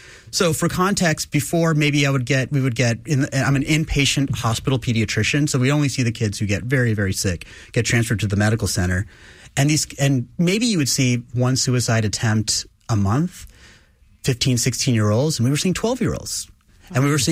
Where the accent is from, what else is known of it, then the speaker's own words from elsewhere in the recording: Houston, Texas, United States; also born or lived in Philadelphia; I was born here in Houston. I'm a swamp baby. I was born at the hospital I work at, Memorial Hermann, wow. TNC. So it's my hometown, and my whole mentality is this is the only Houston we get.